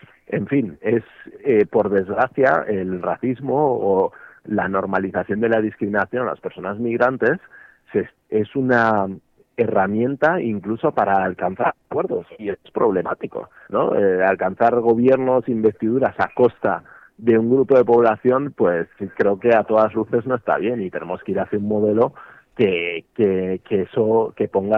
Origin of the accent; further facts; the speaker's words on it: Aragon, Spain; born there; como yo, que somos aragoneses, que hemos nacido en Aragón, pero que no somos blancos